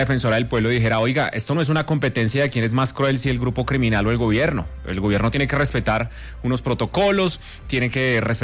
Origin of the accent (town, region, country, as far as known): Colombia